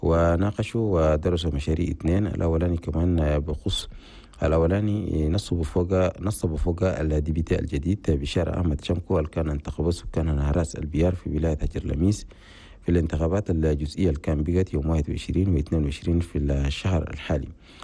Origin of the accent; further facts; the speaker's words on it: Chad; عن مشروع تعزيز وحماية حقوق الإنسان في بلدنا تشاد.